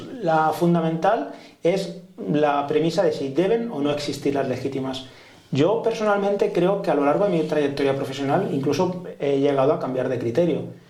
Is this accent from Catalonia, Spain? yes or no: yes; Barcelona, Catalonia, Spain; born there; Es un pueblo de Guadalajara, de donde son realmente nació mi padre. O sea, yo ya nací aquí en Barcelona